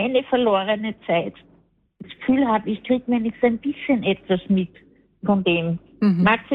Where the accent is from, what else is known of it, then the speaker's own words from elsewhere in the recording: Salzburg, Austria; born there; now in Mödling, Austria; ich bin stolze, gebürtige Salzburgerin.